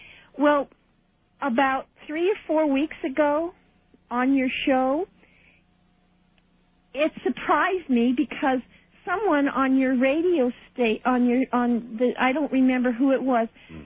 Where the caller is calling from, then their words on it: Fairbanks, Alaska, United States; I'm calling from Fairbanks, Alaska.